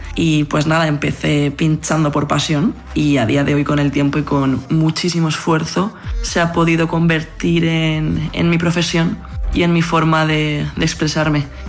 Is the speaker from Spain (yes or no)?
yes; Valencia, Valencian Community, Spain; born there; now in Madrid, Spain; Tengo 26 años, nací en Valencia y a día de hoy estoy viviendo en Madrid.